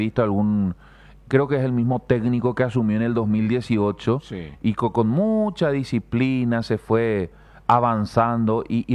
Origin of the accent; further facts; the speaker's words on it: Paraguay; encuentro un consuelo como paraguayo